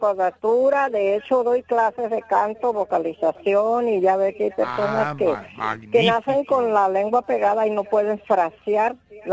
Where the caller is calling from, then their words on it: Sinaloa, Mexico; yo soy cantante retirada, soy sinaloense.